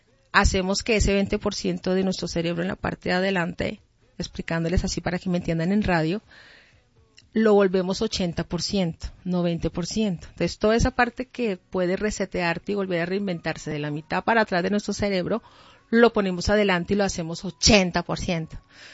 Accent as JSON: {"language": "Spanish", "country": "Colombia", "tie": "born or raised there", "moved": "yes", "said": "yo crecí en Colombia toda mi vida, al lado de unos papás con misterio y todo tan bonito, pero Dios me sacó"}